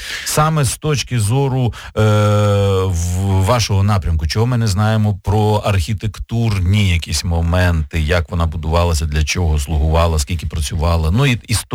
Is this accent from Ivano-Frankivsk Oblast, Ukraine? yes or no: no; Vinnytsia, Vinnytsia Oblast, Ukraine; born or raised there